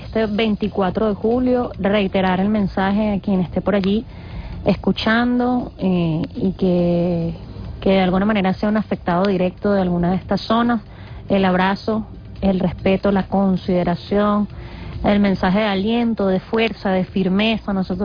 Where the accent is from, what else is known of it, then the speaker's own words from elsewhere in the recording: Venezuela; Eso somos nosotros, los venezolanos y los venezolanos.